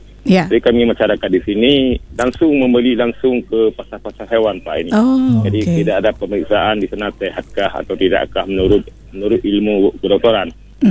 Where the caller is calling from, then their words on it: Aceh, Indonesia; Kami saya dari Aceh Utara ini, kebetulan ini kami ini banyak dari pelosok-pelosok kampung.